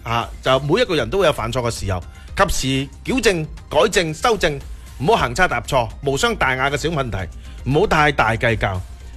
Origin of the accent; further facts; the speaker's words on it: Guangdong, China; 我哋广东人